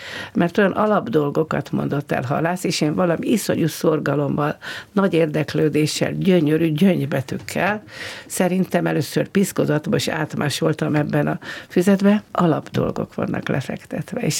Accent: Tatabánya, Komárom-Esztergom, Hungary; also born or lived in Győr; Tatabányára visszamegyek tanítani, ahonnan jöttem.

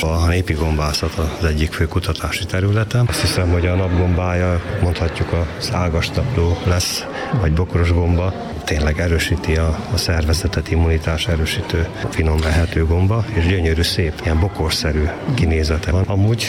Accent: Székely Land, Romania; ugye én a Székelyföldről jövök, a Kárpát-kanyarba, a legkeletibb részén a Kárpát-medencei magyar nyelvterületnek

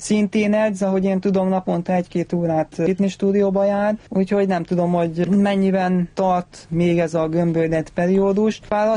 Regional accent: Szeged, Csongrád-Csanád, Hungary; now in Budapest, Hungary; A legnagyobb oka az az volt, hogy Szegedről jöttem, ugye a családom ott volt

